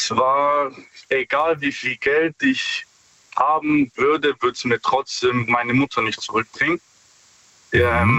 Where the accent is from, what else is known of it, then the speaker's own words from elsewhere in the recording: Stuttgart, Baden-Württemberg, Germany; Ja, hi. Stuttgart.